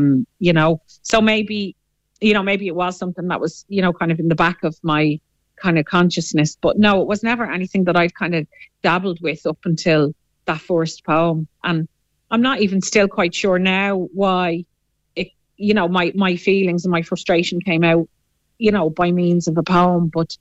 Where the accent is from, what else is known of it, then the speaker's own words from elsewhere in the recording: Dublin, Leinster, Ireland; I'm from Dublin, and I'm a mam of two, and I'm a middle-aged mam of two